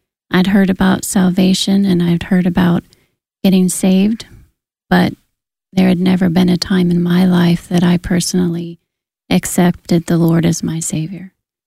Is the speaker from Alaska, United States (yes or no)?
yes; Alaska, United States; born or raised there